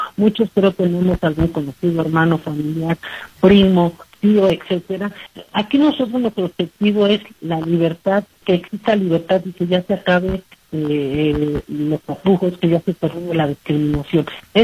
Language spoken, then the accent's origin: Spanish; Tezontepec de Aldama, Hidalgo, Mexico; yo soy originario de Tezontepec